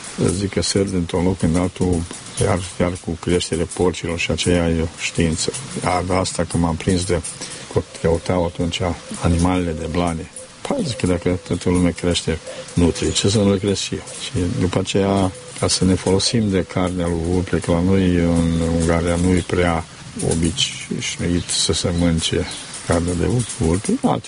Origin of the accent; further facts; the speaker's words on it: Sălaș, Romania; cam m-am crescut la Sălaș, nu vreau să mă bag până acolo în spate